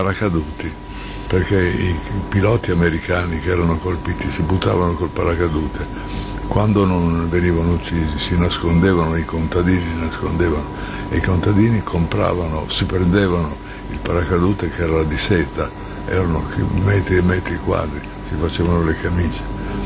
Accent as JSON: {"language": "Italian", "town": "Bologna", "region": "Emilia-Romagna", "country": "Italy", "tie": "born or raised there", "also_born_or_lived": "Padua / Giulianova", "said": "Beh, sono nato a Padova, sì, a 2 anni sono andato a Bologna, è stato sempre Bologna e Giulianova"}